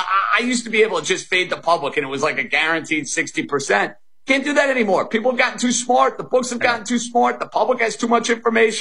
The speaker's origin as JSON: {"language": "English", "region": "New York", "country": "United States", "said": "even though I'm a New Yorker."}